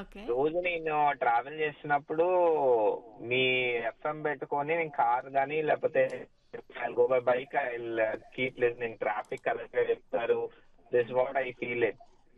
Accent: Visakhapatnam, Andhra Pradesh, India; now in Hyderabad, India; నేను మాట్లాడుతుంది హైదరాబాద్ నుంచి అండి. యాక్చువల్లీ నాది వైజాగ్.

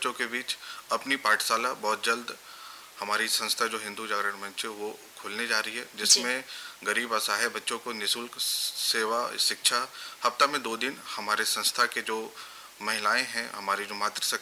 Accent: Chaibasa, Jharkhand, India; और मैं चाईबासा का ही निवासी हूँ

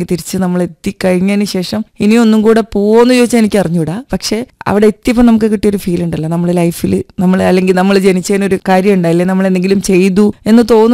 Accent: Thamarassery, Kerala, India; moved away as an adult; now in Thiruvananthapuram, India; കോഴിക്കോട് താമരശ്ശേരി കൂടത്തായിലാണ്. ഇപ്പം ട്രിവാൻഡ്രത്ത് ഞാനും ഹസ്ബൻഡും കൂടെ സെറ്റിൽ.

